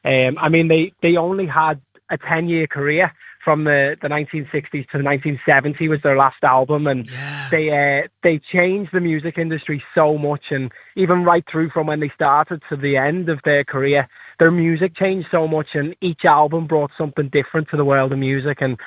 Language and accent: English; Liverpool, North West England, United Kingdom; accent: Scouse; I mean, obviously, I'm born and bred Scouse. I'm from Liverpool, and I grew up from literally round the corner from some of the biggest tourist attractions around the world